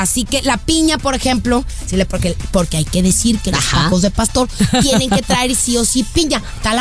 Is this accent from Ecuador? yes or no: no; Mexico; nosotras que somos mexicanas